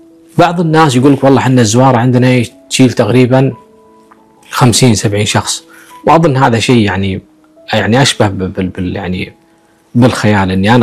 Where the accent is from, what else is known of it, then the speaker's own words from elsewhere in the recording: Kuwait; اللي يخرب البيت بالكويت عندنا